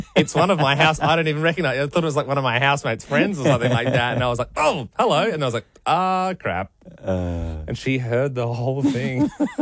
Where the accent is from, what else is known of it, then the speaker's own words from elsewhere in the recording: Adelaide, South Australia, Australia; now in Sydney, Australia; And we're both from Adelaide originally, but so we're doing long distance for the first few months, Sydney to Adelaide.